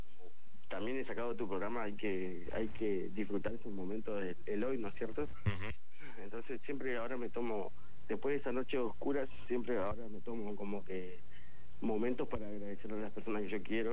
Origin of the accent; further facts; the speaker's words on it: Paraná, Entre Ríos, Argentina; Yo soy de Paraná.